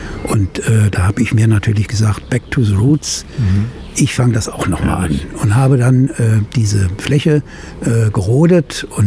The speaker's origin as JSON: {"language": "German", "town": "Bacharach", "region": "Rhineland-Palatinate", "country": "Germany", "tie": "born or raised there", "said": "Ich komme gebürtig aus Bacharach am Rhein. Mein Vater hatte ein Weingut und ich bin praktisch bis zum Abitur mit in den Weinberg gegangen"}